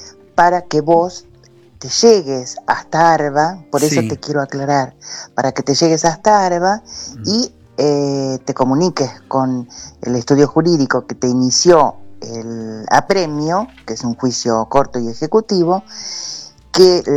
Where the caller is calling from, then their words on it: Ciudadela, Buenos Aires Province, Argentina; de Citadel